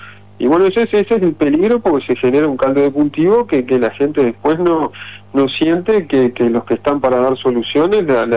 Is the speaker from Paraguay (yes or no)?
no; Uruguay; como sociedad uruguaya tenemos el debe de que no hemos podido encaminar una solución para esta situación